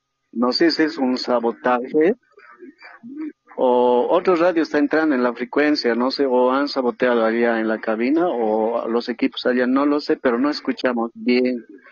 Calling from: Cochabamba, Bolivia; estoy llamando de Cochabamba

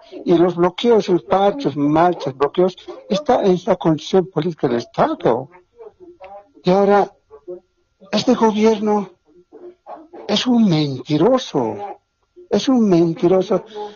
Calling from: La Paz, Bolivia; estoy llamando aquí de la ciudad de La Paz.

